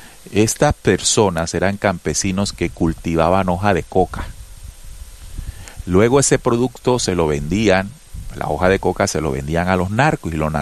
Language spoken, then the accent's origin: Spanish; Colombia; ojalá como colombianos debemos exigir que esa justicia haga algo